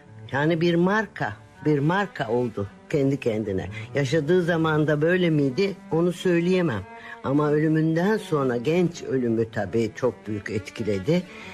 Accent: Simav, Kütahya, Turkey; also born or lived in Ödemiş / Gerede; bizim çocukluğumuz Simav, Ödemiş ve Gerede gibi kasabalarda geçti. Ama oralarda doğrusu güzel bir çocukluğumuz geçti.

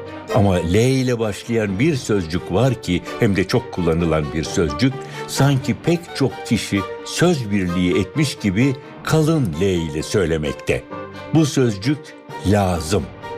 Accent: Kahta, Adıyaman, Turkey; Kahta. Ben aslen kahtalıyım.

